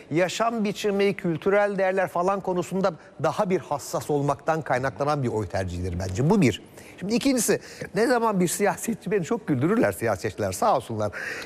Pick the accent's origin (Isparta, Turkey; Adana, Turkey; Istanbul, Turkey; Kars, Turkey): Kars, Turkey; born there; Bakın ben Kars'ta doğdum.